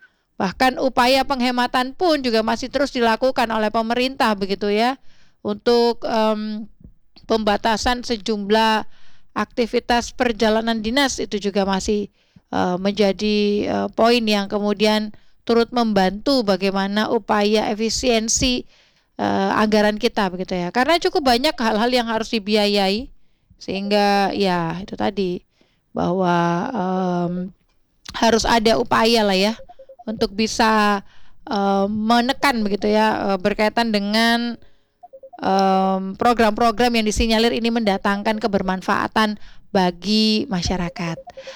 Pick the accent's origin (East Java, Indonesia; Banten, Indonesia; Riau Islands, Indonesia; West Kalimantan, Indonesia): East Java, Indonesia; Surabaya; kita warga asli Surabaya